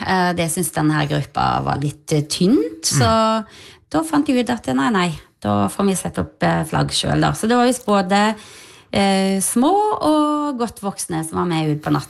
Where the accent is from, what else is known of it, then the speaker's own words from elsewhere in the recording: Vennesla, Agder, Norway; moved away as an adult; now in Notodden, Norway; Jeg er fra Vennesla i Agder, så ja, men jeg er fra et lite sted